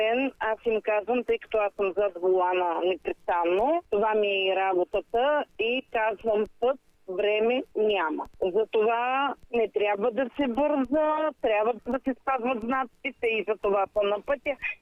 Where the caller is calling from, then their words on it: Asenovgrad, Plovdiv Province, Bulgaria; живея в Асеновград.